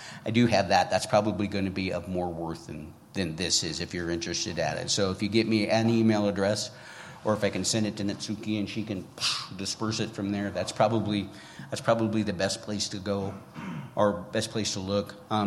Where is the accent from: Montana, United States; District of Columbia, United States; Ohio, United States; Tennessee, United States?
Montana, United States; Libby; my hometown, Libby